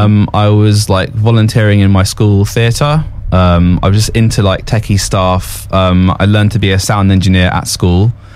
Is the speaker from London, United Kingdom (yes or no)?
yes; London, United Kingdom; I used to listen to loads of pirate radio stations growing up in London